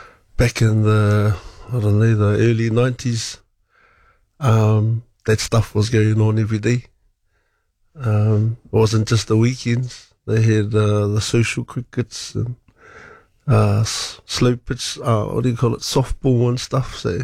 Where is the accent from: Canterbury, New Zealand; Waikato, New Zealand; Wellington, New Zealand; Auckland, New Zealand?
Waikato, New Zealand; Tokoroa; I was born and bred in Tokoro.